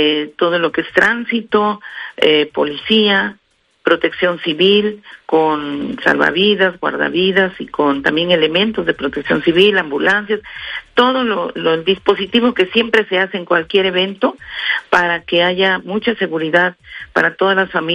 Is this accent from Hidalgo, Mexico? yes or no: no; Veracruz, Mexico